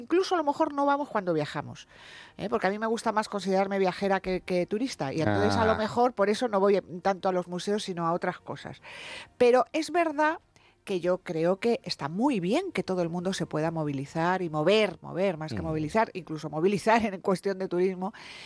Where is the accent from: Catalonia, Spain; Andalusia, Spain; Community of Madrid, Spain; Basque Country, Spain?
Community of Madrid, Spain; Madrid; yo soy de Madrid, pero amo Santiago de Compostela.